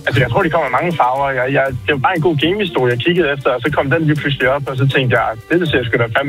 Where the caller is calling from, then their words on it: Fredericia, Region of Southern Denmark, Denmark; Jeg er hjemme i Fredericia.